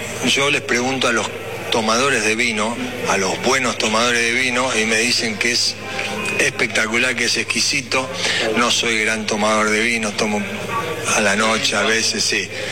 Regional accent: Corral de Bustos, Córdoba, Argentina; also born or lived in Spain / Italy / Mexico; A decir a mí que soy de Corral de Busto.

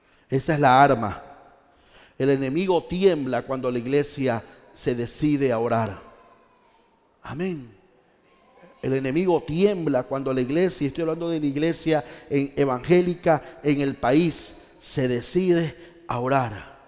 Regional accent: Ecuador; Señor, sana mi tierra. Bendice al Ecuador. Esta es una nación de paz. Esta es una nación tan buena que recibe al extranjero.

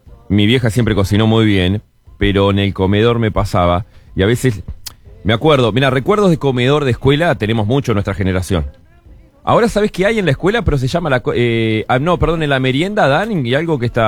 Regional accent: Montevideo, Uruguay; born there; also born or lived in Bella Unión, Artigas, Uruguay; mi viejo, cuando vinimos del norte, vinimos de Bella Unión, el primer laburo que estuvo fue en el cuartel Florida, ahí en Punta de Rieles

